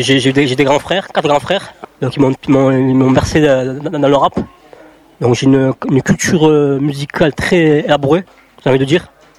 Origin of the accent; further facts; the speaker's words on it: Algeria; now in France; Et moi, je suis un Algérien